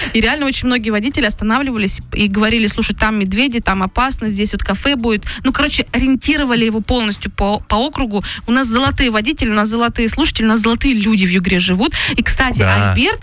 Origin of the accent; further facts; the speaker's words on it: Perm Krai, Russia; Я просто сама родом из Пермского края.